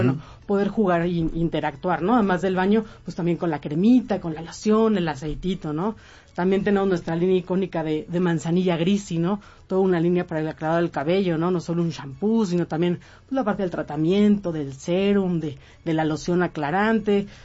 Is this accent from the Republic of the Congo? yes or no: no; Mexico; Un orgullo como mexicano